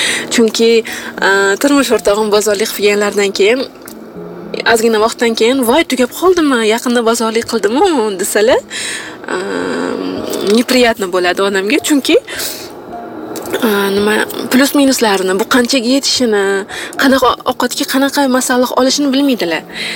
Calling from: Tashkent, Uzbekistan; Toshkentdan

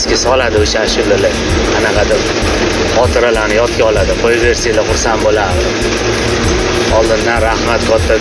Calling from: Tashkent, Uzbekistan; o'sha toshkent ko'chalarida yurganimizda tramvaylarda paytda trolleybus tramvaylar bo'lardi

